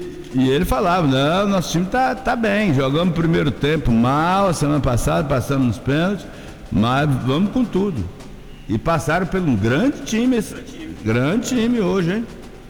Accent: Itabuna, Bahia, Brazil; eu sou natural daqui do bairro da Mangabinha, depois rodei por vários bairros e hoje me encontro lá da onde Itabuna nasceu, Ferradas, Nova Ferrada, Roça do Povo

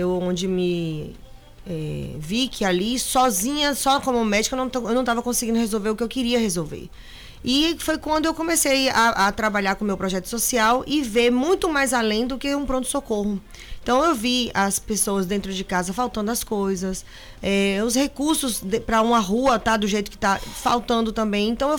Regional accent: Campina Grande, Paraíba, Brazil; born there; moved away as an adult; now in Itabuna, Brazil; é paraibana, nasci na Paraíba, em Campina Grande. Estou morando em Itabuna há 15 anos, sou médica, né? Sou mãe solo.

